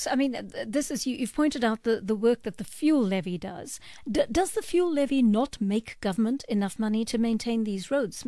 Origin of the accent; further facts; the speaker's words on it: South Africa; my feeling as a South African citizen